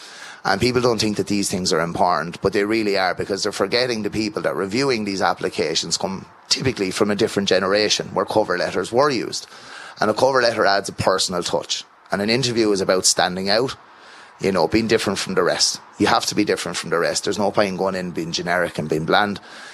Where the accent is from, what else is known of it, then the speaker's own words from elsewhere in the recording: Ireland; You know, as Irish people, we always, or in Ireland, should I say, we always put ourselves into these compartments and I'll be doing this type of job forever.